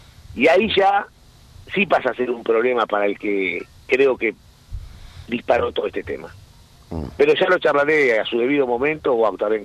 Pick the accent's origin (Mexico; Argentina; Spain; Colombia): Spain; Madrid, Community of Madrid; born there; Yo soy nacido en Madrid, en mi vida me voy a ocultar.